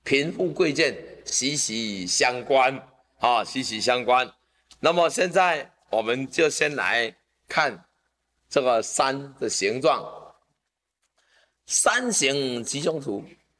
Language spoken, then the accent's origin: Chinese; Taiwan; 我们台湾人